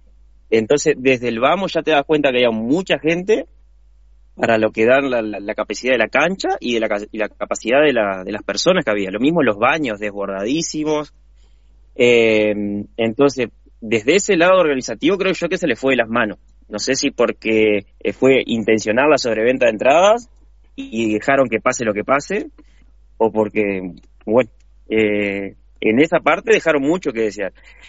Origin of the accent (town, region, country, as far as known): Argentina